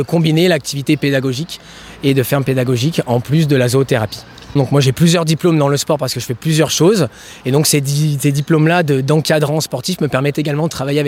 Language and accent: French; Normandy, France; je suis de Oust-sur-Scie, donc vraiment pas loin d'ici.